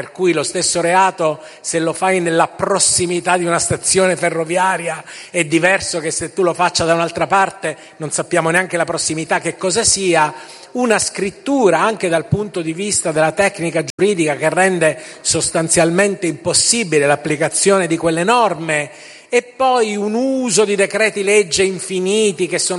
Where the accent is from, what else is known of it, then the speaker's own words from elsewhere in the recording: Milan, Lombardy, Italy; sono di Milano